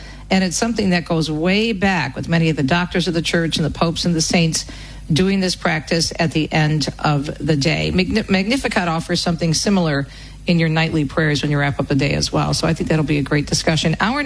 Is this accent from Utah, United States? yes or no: no; Detroit, Michigan, United States; moved away; my hometown of Metro Detroit